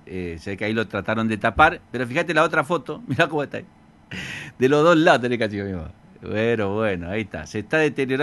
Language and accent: Spanish; Santa Fe Province, Santa Fe, Argentina; también somos santafesinos